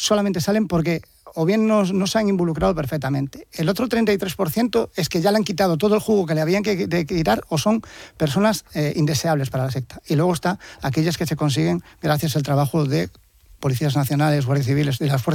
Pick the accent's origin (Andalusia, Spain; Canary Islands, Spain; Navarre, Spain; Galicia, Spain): Galicia, Spain; Vigo; yo soy de Vigo.